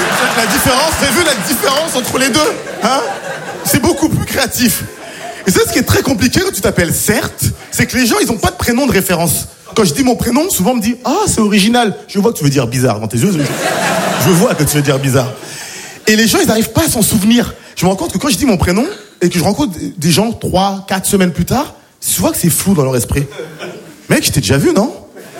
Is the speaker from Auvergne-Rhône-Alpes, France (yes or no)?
no; Île-de-France, France; born or raised there